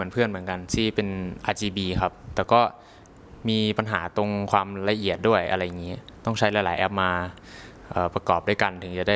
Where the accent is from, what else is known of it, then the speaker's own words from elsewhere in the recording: Isan, Thailand; เด็กผมก็โตมาจากภาคอีสานเป็นเด็กต่างจังหวัดนะครับ